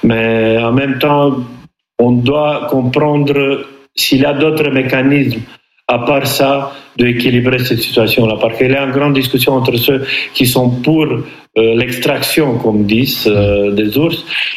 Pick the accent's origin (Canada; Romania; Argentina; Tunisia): Romania; Brașov, Brașov County; même ici chez nous à Brasov